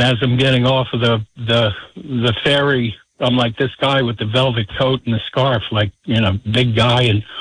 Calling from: New Jersey, United States; from New Jersey that called about buying a ticket for the Ellis Island event

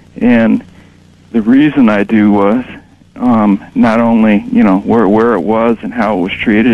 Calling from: Midwest, United States; Good morning, Art. I'm calling from the Midwest, and I'd like to remain anonymous if I could.

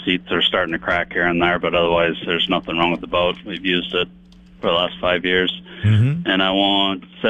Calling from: Wakonda, South Dakota, United States; in Wakanda.

